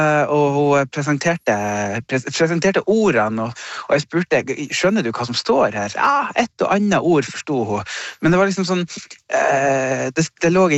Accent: Senja, Troms, Norway; born or raised there

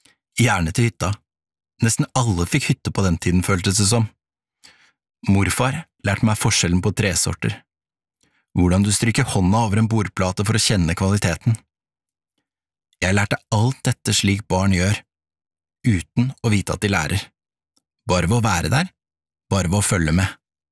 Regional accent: Oslo, Norway; så er jeg Oslo-gutt. Jeg vokste opp på Jan, med stor L. Det var slik vi sa det. Et sted der tryggheten lå tett rundt oss. Vi bodde i nabohuset til besteforeldrene mine.

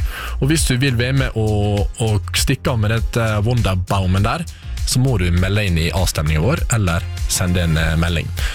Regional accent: Flemsøy, Møre og Romsdal, Norway; hjemme også på øya på Flemsøy, der jeg vokste opp.

